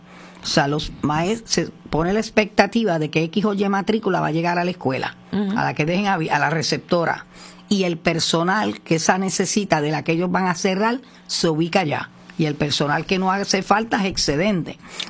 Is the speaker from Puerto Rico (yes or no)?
yes; Aguadilla, Puerto Rico; Dando un ejemplo de mi pueblo Aguadilla